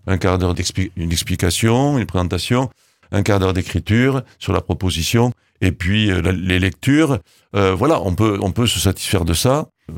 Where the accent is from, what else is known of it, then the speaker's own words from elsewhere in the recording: Occitanie, France; Ah oui, parce que on est du Volvestre.